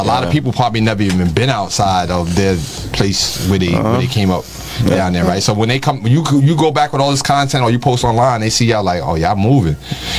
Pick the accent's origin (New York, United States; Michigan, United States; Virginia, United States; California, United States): New York, United States; Bronx; I'm from the Bronx, right? I'm from the South Bronx back mm-hmm. in the days when they was burning buildings and all that.